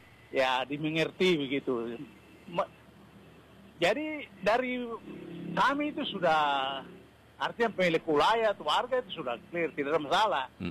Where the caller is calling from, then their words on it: Indonesia; saya warga Senoba itu